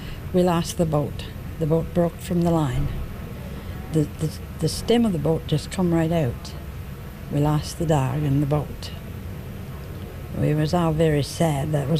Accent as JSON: {"language": "English", "town": "Paradise River", "region": "Newfoundland and Labrador", "country": "Canada", "tie": "born or raised there", "also_born_or_lived": "Kirkwood", "said": "I was born in Kirkwood, raised in Paradise River. It's a beautiful place. We stayed in Paradise River. That was our winter home."}